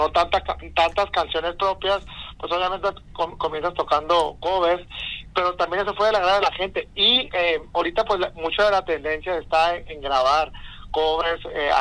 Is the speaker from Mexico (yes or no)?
yes; Mexico; cuando recibimos nosotros como mexicanos una música que pues el nombre lo dice, el regional mexicano.